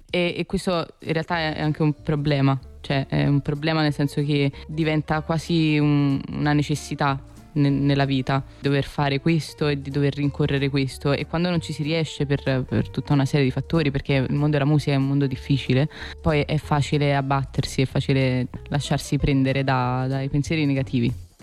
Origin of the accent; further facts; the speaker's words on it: Naples, Campania, Italy; Cioè, da napoletana, ma da persona che vive vicino al mare